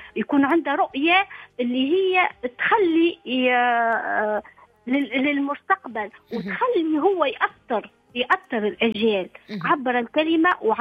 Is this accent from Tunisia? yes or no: yes; Tunisia; now in France; انا كنت في تونس تشبعت بهذيك الثقافة